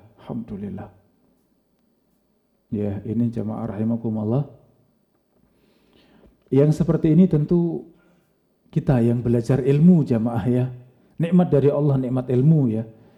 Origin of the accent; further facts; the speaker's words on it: Pleret, Indonesia; moved away as an adult; now in Maba, Indonesia; mulai pindah ke Maba itu 2020, bulan Agustus. Saya pindah ke sini, dari kampung saya Pleret ya.